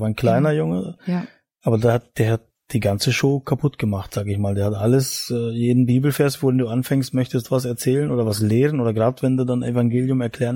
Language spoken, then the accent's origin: German; East Germany, Germany; ich bin ein Ostdeutscher und da war Glaube nicht so das Thema